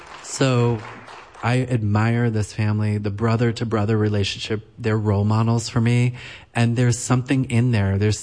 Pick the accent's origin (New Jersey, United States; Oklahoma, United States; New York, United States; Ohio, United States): New York, United States; Brooklyn; I say that I'm from deep coastal Brooklyn. and my family made chocolate syrup.